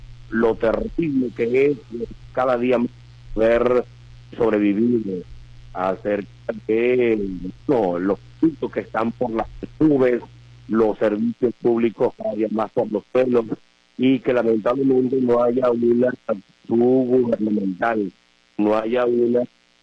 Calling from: Biruaca, Apure, Venezuela; Por acá le comunica … directamente desde Viruaca, estado Apure

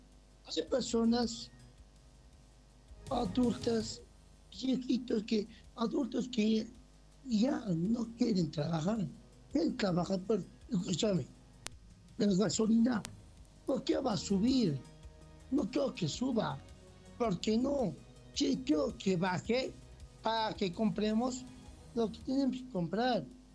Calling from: Bolivia; aquí en mi país.

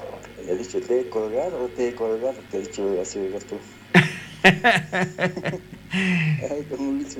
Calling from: Poopó, Oruro, Bolivia; mi pueblo de Popó, siempre, ¿no? En el sector de Calle Pampa.

